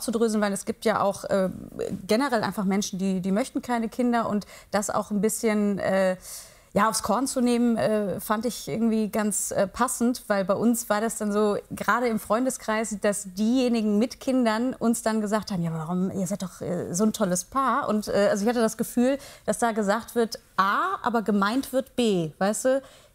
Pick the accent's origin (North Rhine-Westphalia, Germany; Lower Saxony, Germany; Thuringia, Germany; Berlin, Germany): North Rhine-Westphalia, Germany; Heinsberg; Ich komme aus einem Dorf, ich komme aus Heinsberg, das ist ein kleiner Ort an der holländischen Grenze.